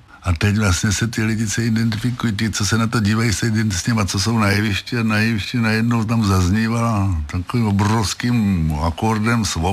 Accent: Vizovice, Zlín Region, Czechia; born there; moved away; Narodil jsem se ve Vizovicích. Kdybych se narodil v Praze nebo Paříži, byla by pro mě Praha či Paříž Vizovicemi.

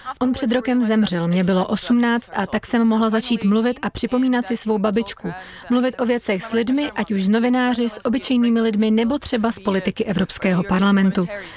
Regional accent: Moscow, Russia; Czech is a second language; moved away as an adult; Narodila jsem se tam, vyrostla jsem tam, v Moskvě.

